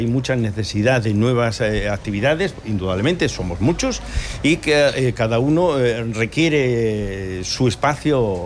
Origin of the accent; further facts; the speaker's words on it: Spain; pero es verdad que como buenos españoles no debemos de esperar al último día